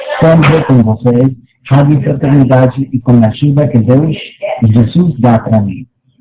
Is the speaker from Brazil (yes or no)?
no; Colombia; Portuguese is a second language; now in Miami, United States; Falando desde Miami, Florida, para os ouvintes do Brasil. Eu sou colombiano, moro nos Estados Unidos